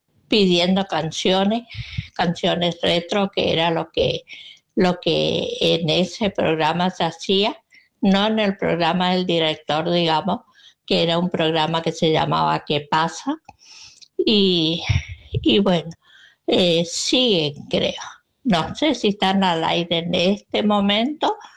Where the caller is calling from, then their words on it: Resistencia, Chaco, Argentina; de Resistencia y les voy a comentar hoy. Sí, ¿por qué? Porque se me ocurre, aquí en mi provincia, yo participaba en una emisora de radio, digamos.